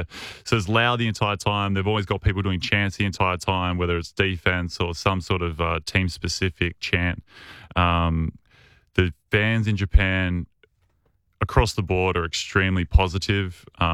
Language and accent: English; New South Wales, Australia; I grew up in the Blue Mountains and there wasn't much snow there.